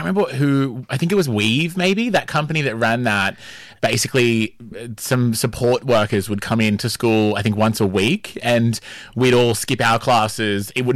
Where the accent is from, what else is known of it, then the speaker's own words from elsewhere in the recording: Sydney, New South Wales, Australia; I also grew up around the Mascot area and Mascot East Lakes area, and it was very multicultural.